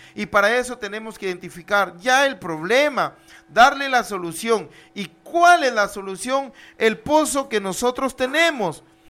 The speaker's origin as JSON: {"language": "Spanish", "town": "Tucumé", "region": "Lambayeque", "country": "Peru", "said": "Yo lo digo porque soy de Tucumán. Yo lo digo porque mi caserío tampoco tiene agua."}